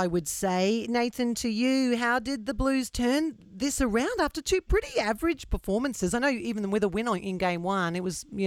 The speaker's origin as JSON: {"language": "English", "town": "Gold Coast", "region": "Queensland", "country": "Australia", "said": "Just speaking as a Queenslander and as a Gold Coaster"}